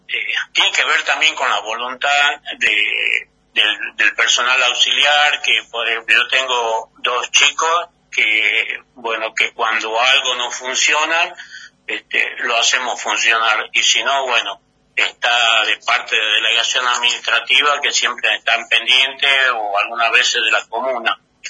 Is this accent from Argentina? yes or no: yes; Salta, Argentina; moved away as an adult; now in Chubut, Argentina; Yo soy de Salta y estoy como inserto en la comunidad aborigen wichí.